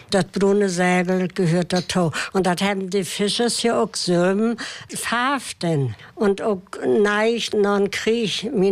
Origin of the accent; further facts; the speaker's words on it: Seedorf, Mecklenburg-Vorpommern, Germany; also born or lived in Rügen; Ich bin in Seedorf auf Rügen geboren und auch auf Wossen. Und mein Vater wird Zesenfische.